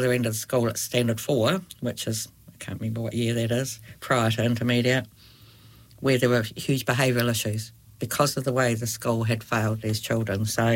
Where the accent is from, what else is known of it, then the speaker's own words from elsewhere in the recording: Christchurch, Canterbury, New Zealand; born there; also born or lived in Nelson / Wellington / Sydney; I was born in Christchurch. I've lived in Nelson, Wellington and Sydney, but come back to Christchurch because this is my place.